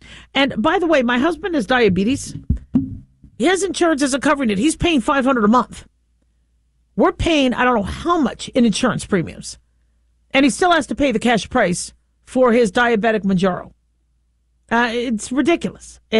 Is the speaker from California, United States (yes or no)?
yes; California, United States; born there; now in Nevada, United States; I love California. I'm from California. I was born there. I would love to move back one day